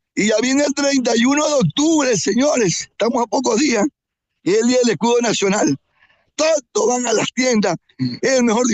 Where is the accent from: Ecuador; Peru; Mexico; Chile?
Ecuador; nos sentimos orgullosos ecuatorianos.